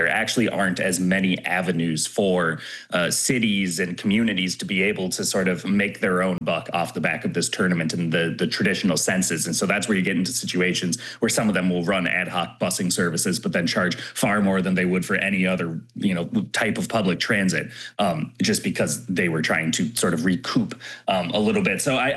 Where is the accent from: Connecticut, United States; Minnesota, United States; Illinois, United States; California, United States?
Minnesota, United States; You know, I'm from Minnesota, which is the land of we all do better when we all do better.